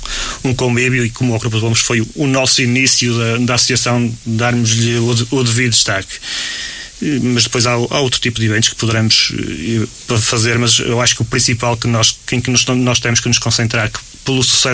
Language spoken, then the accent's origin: Portuguese; Marco de Canaveses, Norte, Portugal; eu sou de Canaveses.